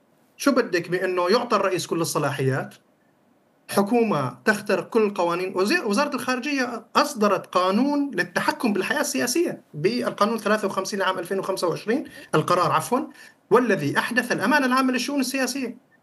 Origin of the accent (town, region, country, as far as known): Syria